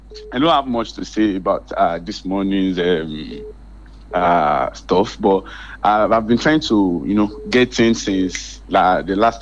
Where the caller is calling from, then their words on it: Ilorin, Kwara, Nigeria; from Tanke.